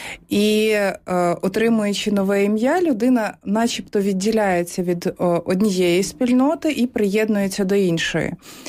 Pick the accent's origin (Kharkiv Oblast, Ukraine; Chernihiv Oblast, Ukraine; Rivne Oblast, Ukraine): Chernihiv Oblast, Ukraine; І я сама з Чернігівської області